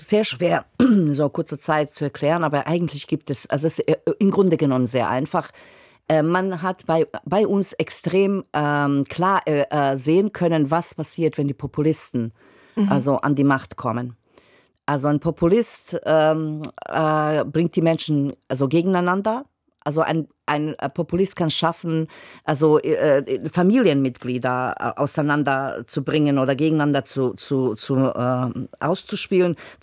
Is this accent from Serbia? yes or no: yes; Priboj, Serbia; moved away; ich bin in diesem Land geboren, aufgewachsen